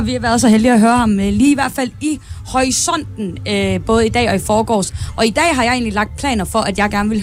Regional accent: Aarhus, Central Denmark Region, Denmark; min hjemby, din studieby, Aarhus.

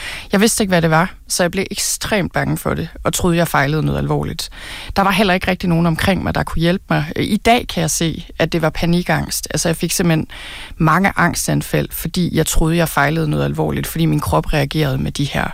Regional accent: North Denmark Region, Denmark; dengang, jeg voksede op i Thy, og det var der i hvert fald heller ikke på de kanter.

